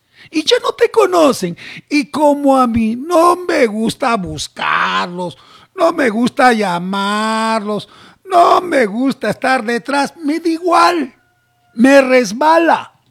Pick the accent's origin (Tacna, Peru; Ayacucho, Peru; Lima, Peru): Tacna, Peru; Sama; also born or lived in Majes, Arequipa; por el destino me vine a mi tierra, hoy en Tacna, Sama, ¿no?